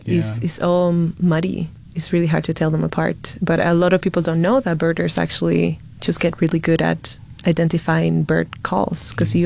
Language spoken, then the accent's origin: English; Dominican Republic; Again, I am not from this country. Right. I'm from Dominican Republic. We don't have cardinals there.